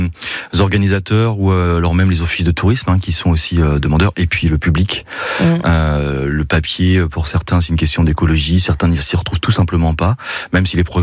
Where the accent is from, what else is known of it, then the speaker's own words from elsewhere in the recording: Brittany, France; now in Normandy, France; Et moi, je suis breton à l'origine.